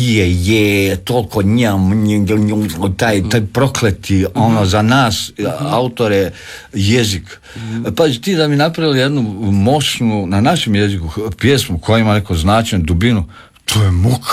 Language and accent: Croatian; Vinkovci, Vukovar-Syrmia County, Croatia